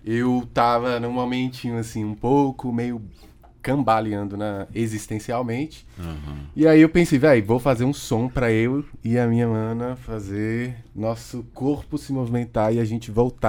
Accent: Cidade Ocidental, Goiás, Brazil; venho de Cidade Ocidental, Itaguatinga, em torno de Brasília.

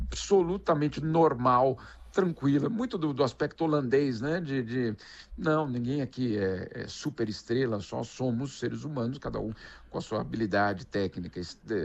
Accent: São Paulo, Brazil; sobre a nossa infância nos Estados, a minha infância no Morumbi, quando a gente ainda ganhava, né, Agostinho?

